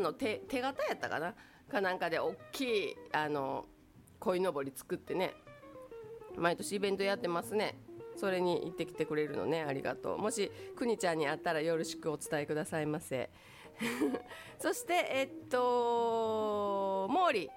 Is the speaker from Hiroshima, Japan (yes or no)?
no; Takatsuki, Osaka, Japan; ありがとうございます私高槻出身でしてね、弟が今でも高槻で、バーをやっておりましてね、阪急の駅前で